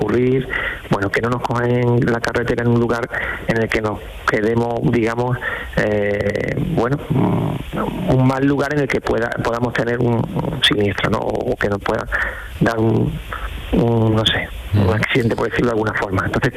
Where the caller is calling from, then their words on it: Dos Hermanas, Andalusia, Spain; A ver, de Dos Hermanas, Sevilla.